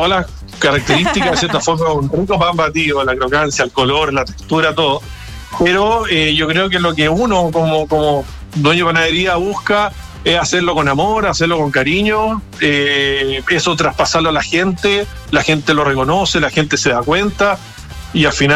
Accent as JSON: {"language": "Spanish", "country": "Chile"}